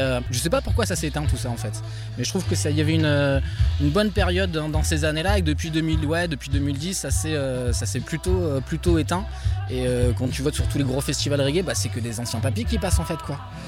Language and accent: French; Compiègne, Hauts-de-France, France; Alors moi, je suis de Compiègne, Emmanuel est de Méru.